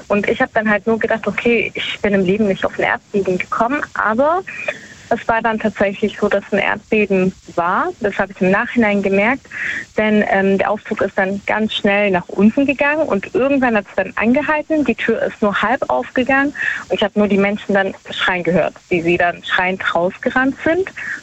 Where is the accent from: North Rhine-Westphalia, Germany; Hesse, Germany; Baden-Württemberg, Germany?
Baden-Württemberg, Germany; Ich komme aus der Nähe von Stuttgart.